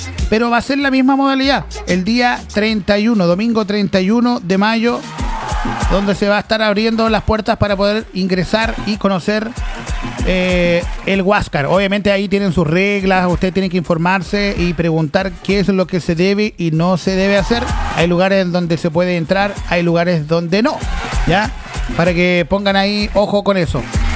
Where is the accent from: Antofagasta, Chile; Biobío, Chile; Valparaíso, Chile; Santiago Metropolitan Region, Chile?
Biobío, Chile; Los Ángeles; Ah, de mi tierra, Pisa.